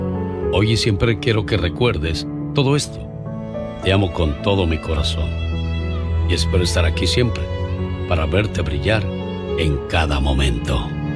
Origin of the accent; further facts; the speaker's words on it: Tijuana, Baja California, Mexico; Un día salí de Tijuana, pero Tijuana nunca salió de mí.